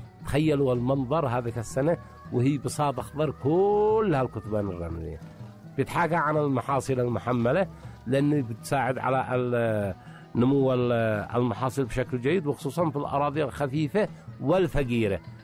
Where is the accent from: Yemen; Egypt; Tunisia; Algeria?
Yemen; Sanaa, Amanat Al Asimah; أو ما نسميها عندنا في صنعاء كوبا